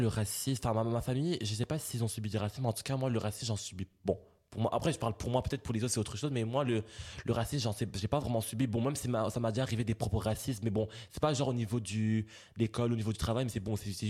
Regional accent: Belgium; Je suis belge, je suis né en Belgique.

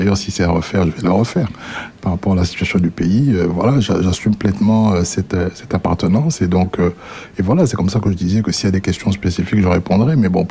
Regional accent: Brussels, Brussels-Capital Region, Belgium; born there; Je suis un Congolais, comme aiment le dire les gens de père et de mère, né en Belgique, mais de nationalité congolaise, parce que je n'ai jamais changé de nationalité.

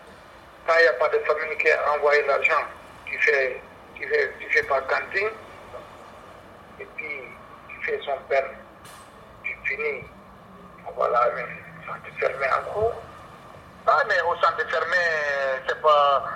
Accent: Senegal; moved away as an adult; now in Belgium; mon pays d'origine du Sénégal. Ouais. Ça fait 8 ans que je suis là en Belgique. Moi, je venais ici en 2015, je demande asile

